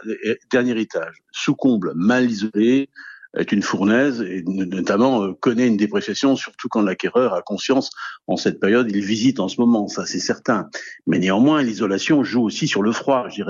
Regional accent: Brittany, France

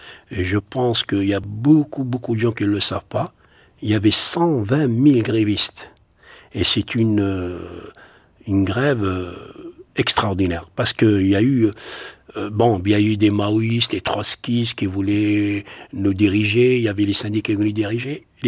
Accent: Algeria; now in France; C'est-à-dire, on a quitté l'Algérie, on a pensé c'est fini, on ne les trouve plus, on les a trouvés dans le foyer.

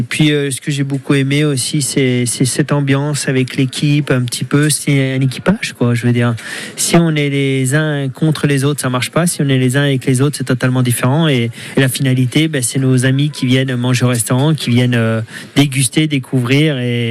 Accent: Charolles, Bourgogne-Franche-Comté, France; Ben, c'est ma maison, c'est là où je suis né quasiment, avec ma sœur. Mes parents étaient avant moi, ils sont arrivés ici à l'hôtel de la Poste en 1978, en face de l'église.

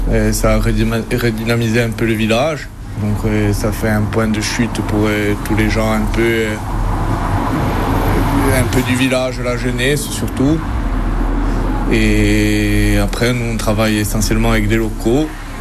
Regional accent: Penta-di-Casinca, Corsica, France; Je suis originaire de Pinte, mes grands-parents étaient de Pinte aussi. J'habitais un moment chez ma grand-mère quand j'étais petit.

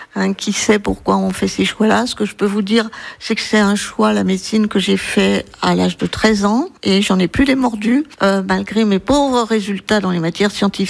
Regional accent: Paris, Île-de-France, France; moved away as an adult; also born or lived in Toulon; now in Provence, France; je suis née à Paris en fait, et j'ai fait toutes mes études à Paris, et une grande partie de ma carrière, tout en ayant toujours des liens très forts avec Toulon, où je venais passer toutes mes vacances sur le Pharaon.

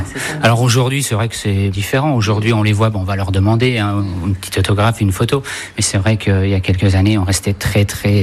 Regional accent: Lunéville, Grand Est, France; born there; also born or lived in Luxembourg / Île-de-France; now in Nancy, France; je suis né à Lunéville

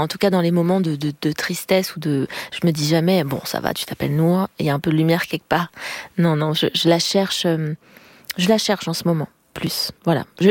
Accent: Paris, Île-de-France, France; Moi, vraiment à Paris. Voilà, parisienne, je suis née voilà, dans le Paris même.

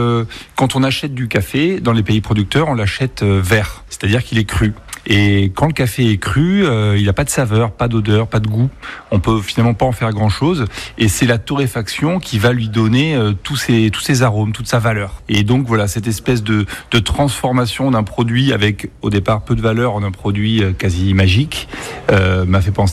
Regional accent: Bordeaux, Nouvelle-Aquitaine, France; moved away as an adult; also born or lived in Paris; Je suis bordelais, j'ai eu envie de revenir

